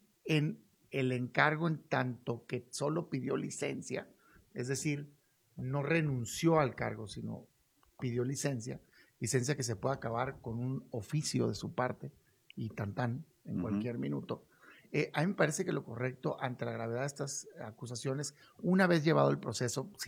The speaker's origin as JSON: {"language": "Spanish", "country": "Mexico", "said": "aquí en mi país"}